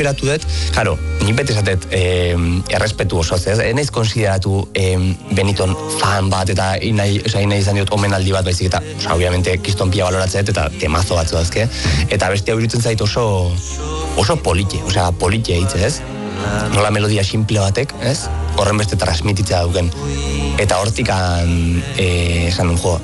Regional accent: Ordizia, Basque Country, Spain; amaika urtekin hasi nintzen bateri ikasten, Ordizko musika eskolan, eta seitun sartu nintzen Ordizko bandan

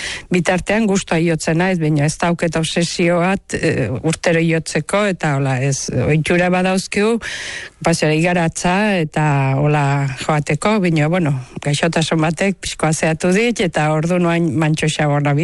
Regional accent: Gaintza, Navarre, Spain; Oso leku politxe da, oso gustokoa dut gaina, beti hemen jaioa naiz eta beti hemen bizi izan du naiz

